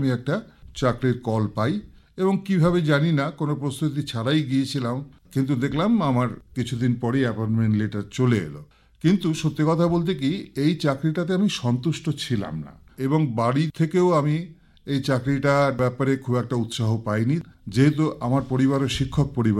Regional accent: Siliguri, West Bengal, India; আমি এই শহর শিলিগুড়ির ভূমিপুত্র, অর্থাৎ এই শিলিগুড়ির মাটিতেই আমার জন্ম। 1958 সালের 21 জুন।

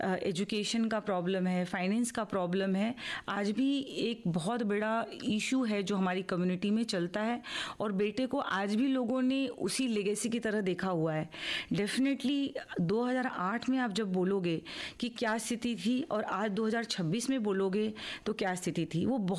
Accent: Uttar Pradesh, India; क्योंकि वो female foeticide से शुरू हुआ था, क्योंकि हम उत्तर प्रदेश से हैं, राजस्थान हुआ या हरियाणा हुआ

